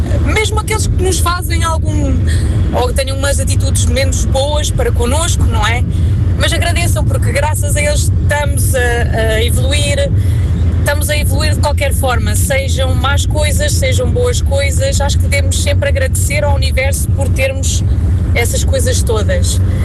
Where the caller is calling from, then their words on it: Sangalhos, Centro, Portugal; sou de Sangalhos.